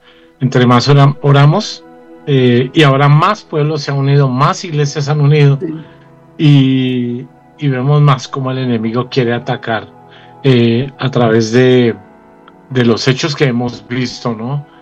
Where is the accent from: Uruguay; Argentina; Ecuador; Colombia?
Colombia; Nos duele como colombianos